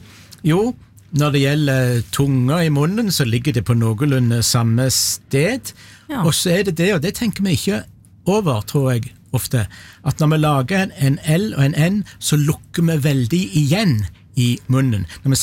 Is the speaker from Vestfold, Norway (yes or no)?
no; Egersund, Rogaland, Norway; men i Egersund, der jeg kommer ifra, hvis du drikker litt for mye om lørdagen, så blir du fremdeles fodle.